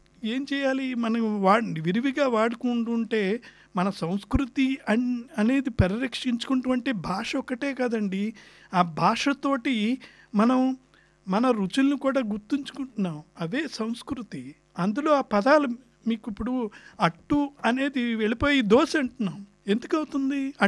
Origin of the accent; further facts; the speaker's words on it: West Godavari district, Andhra Pradesh, India; moved away as an adult; now in Sydney, Australia; మాది పశ్చిమ గోదావరి జిల్లా